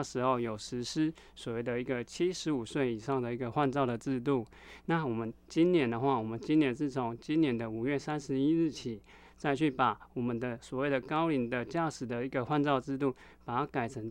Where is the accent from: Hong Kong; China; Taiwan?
Taiwan; 在我们台湾这边，